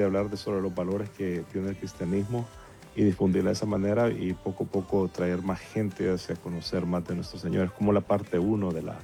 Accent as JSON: {"language": "Spanish", "country": "El Salvador", "tie": "born or raised there", "said": "yo soy originario de El Salvador"}